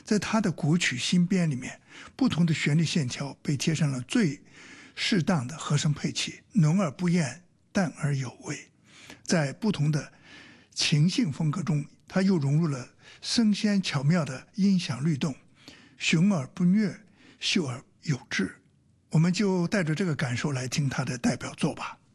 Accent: Hong Kong; 我们香港人很熟悉的那个就是当当当当当当当当当当

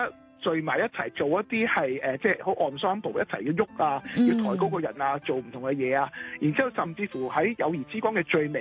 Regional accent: Hong Kong; 我就算作为香港即土生土长的一个人当然这个是我儿时的一个回忆啦。

